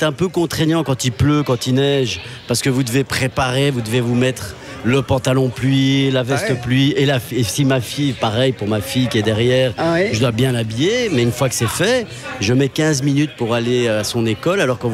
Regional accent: Brussels, Belgium; Et donc, c'est vraiment un bon mélange, quoi. Et ça et c'était déjà comme ça quand j'étais môme.

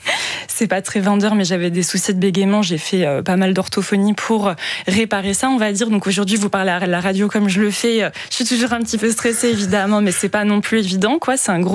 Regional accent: Nanterre, Île-de-France, France; also born or lived in Senlis, Picardy; on a déménagé quand j'étais petite dans le Grand Paris, donc c'était vraiment le moment où la banlieue se construisait. Donc je viens de banlieue parisienne, de côté ouest, côté Nanterre, et en fait il se trouve que j'ai vraiment grandi dans ce milieu-là

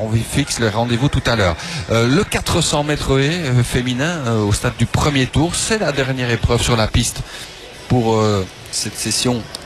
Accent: Belgium; chez nous en Belgique

